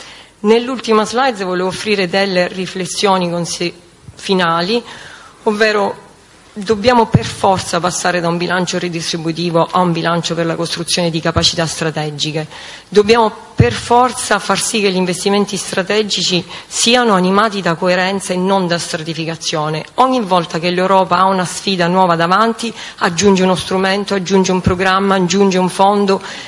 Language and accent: Italian; Sicily, Italy; accent: Sicilian